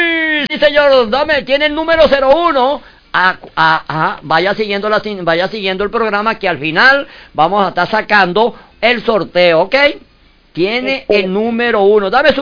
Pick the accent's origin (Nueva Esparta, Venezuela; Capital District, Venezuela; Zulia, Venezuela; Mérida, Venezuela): Mérida, Venezuela; Lagunillas; Ay, estamos vecinos, yo estoy de Lagunilla.